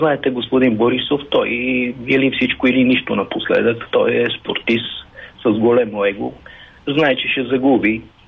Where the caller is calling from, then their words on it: Sofia, Sofia City, Bulgaria; от София.